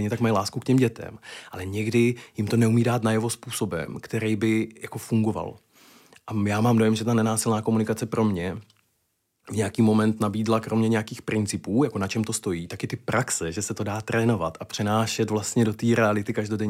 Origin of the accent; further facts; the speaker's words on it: Zlín Region, Czechia; A já jsem kluk z Valašska